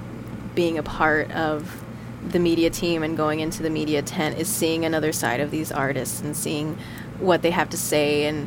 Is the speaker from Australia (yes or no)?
no; California, United States; I love being in the heat. I'm from SoCal.